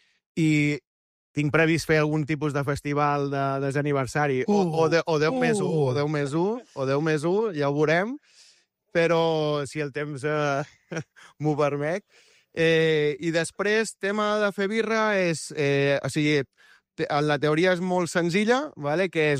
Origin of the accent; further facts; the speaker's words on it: Arenys de Mar, Catalonia, Spain; Arenys de Mar, sempre. Capital de l'Almaresma.